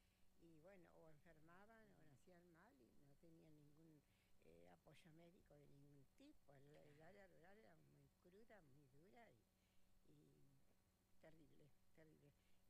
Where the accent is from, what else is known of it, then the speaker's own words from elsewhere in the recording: Picún Leufú, Neuquén, Argentina; now in Neuquén, Argentina; Yo nací en Picunefú, que queda 140 kilómetros de acá.